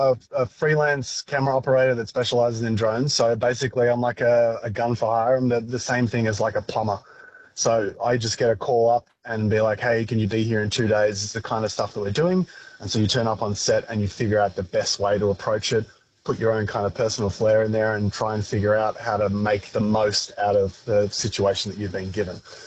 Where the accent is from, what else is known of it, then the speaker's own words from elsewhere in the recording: Northern Territory, Australia; We at the territory punched so high above our weight